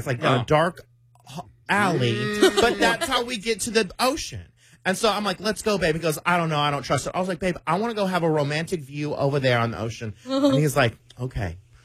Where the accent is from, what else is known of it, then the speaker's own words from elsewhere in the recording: Dallas, Texas, United States; I said, yeah, because I'm from Oak Cliff.